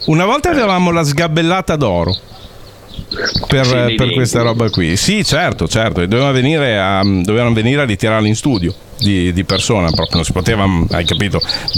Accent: Bologna, Emilia-Romagna, Italy; rispetto a noi che veniamo o da Borgo Panigale o dal Mazzini

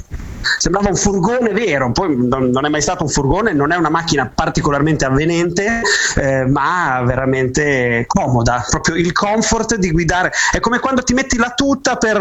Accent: Bologna, Emilia-Romagna, Italy; di non dire che veniamo da Bologna

